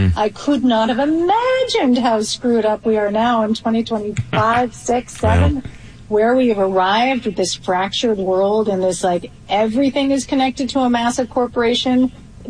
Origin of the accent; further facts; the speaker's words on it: Canada; I was raised in Canada, fully indoctrinated to doubt everything in the U.S.